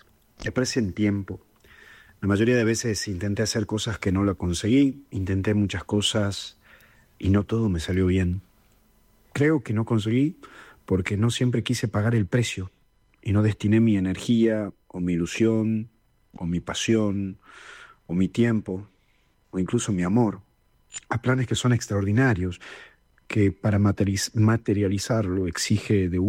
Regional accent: Argentina; me fui a la plaza de ahí, de Villa Luján, de donde soy.

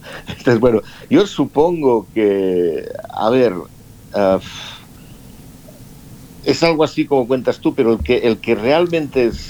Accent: Catalonia, Spain; moved away; yo, por ejemplo, soy catalán, pero, claro, yo amo mi tierra.

